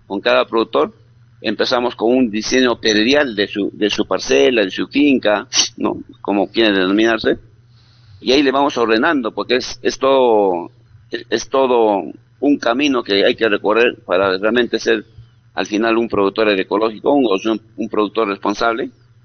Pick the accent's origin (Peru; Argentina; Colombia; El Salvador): Peru